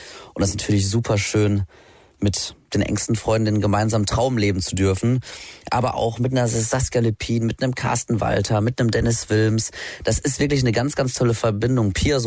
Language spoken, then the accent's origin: German; Datteln, North Rhine-Westphalia, Germany; moved away as an adult; now in Düsseldorf, Germany; Ich komme ja aus Datteln, das ist im Kreis Recklinghausen. Und ich bin jetzt seit 10 Jahren in Düsseldorf, habe aber immer noch eine Handvoll wirklich guter Freunde in Datteln.